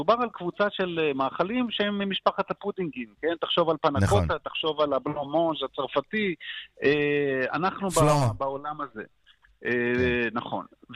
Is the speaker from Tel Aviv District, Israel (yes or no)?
yes; Jaffa, Tel Aviv District, Israel; ואני חושב שיש פה מעברים נורא מעניינים, כי אני זוכר בתור ילד ביפו